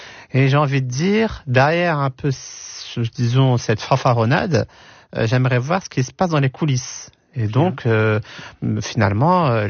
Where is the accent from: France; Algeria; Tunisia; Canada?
Algeria; Et le second pays, qui est mon pays d'origine, l'Algérie.